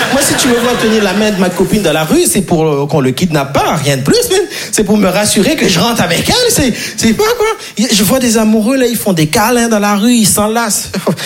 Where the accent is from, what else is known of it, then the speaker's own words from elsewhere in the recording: Haiti; moved away; Moi je suis très frileux, je vais pas vous mentir, parce que je suis né et grandi en Haïti, et en Haïti on n'a pas les quatre saisons, okay?